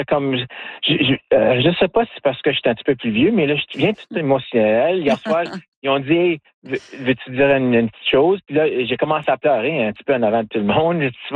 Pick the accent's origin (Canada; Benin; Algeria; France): Canada; Timmins, Ontario; parce que je viens de Timmins.